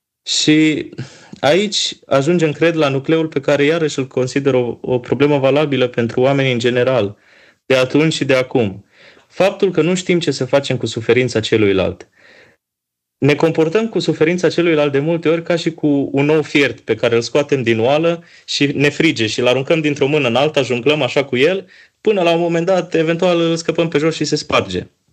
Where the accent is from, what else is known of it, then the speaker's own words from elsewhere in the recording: Deva, Hunedoara County, Romania; Eu deloc sunt din Deva